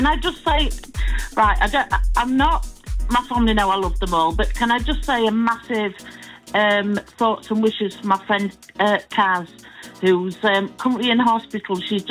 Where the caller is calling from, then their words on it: Sheffield, Yorkshire and the Humber, United Kingdom; I'm calling from a little place of Greenhill in Sheffield.